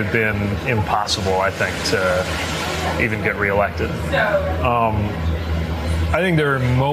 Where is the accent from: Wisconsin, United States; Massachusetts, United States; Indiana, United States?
Indiana, United States; I'm gay and I'm from Indiana